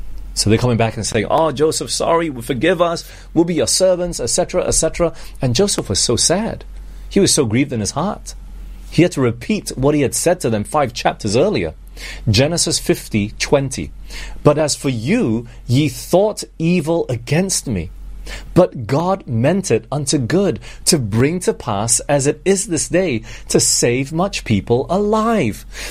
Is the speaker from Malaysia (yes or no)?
yes; Malaysia; also born or lived in Singapore / Penang / England; You know, I've grown up all over the world. I was born in Singapore. I'm actually Malaysian, but I was born in Singapore, and right after that we moved back to Malaysia here. We're in Penang for 2 years, and then after that we moved to England for 5 years.